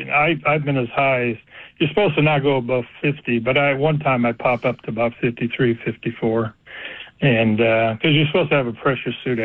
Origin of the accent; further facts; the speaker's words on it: Detroit, Michigan, United States; So I grew up in Detroit, mm-hmm. and we didn't have air conditioning, so six of us lived in about a 900-square-foot home.